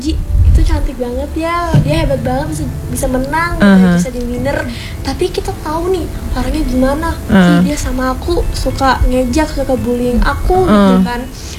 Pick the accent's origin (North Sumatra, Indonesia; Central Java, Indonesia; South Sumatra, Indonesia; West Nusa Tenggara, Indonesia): South Sumatra, Indonesia; now in Bandar Lampung, Indonesia; Aku orang baru ya di Lampung, karena aku orang Sumatera Selatan.